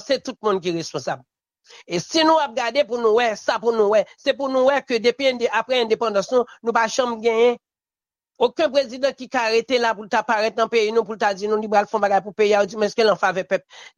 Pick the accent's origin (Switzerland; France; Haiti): Haiti; Parce que moi-même, je me sens frustré en tant que haïtien.